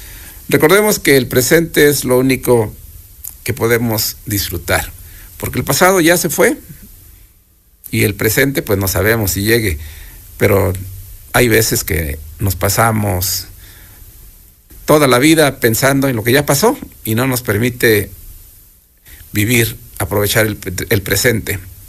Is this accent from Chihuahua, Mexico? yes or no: no; Izúcar de Matamoros, Puebla, Mexico; también traen muchos recuerdos maravillosos para los que somos de aquí de Izúcar.